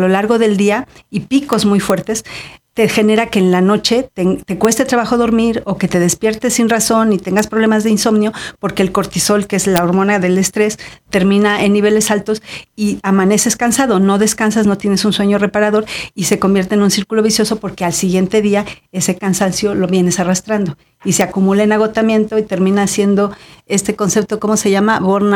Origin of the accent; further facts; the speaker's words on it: Mexico; somos los mexicanos nos hemos hecho desconfiados.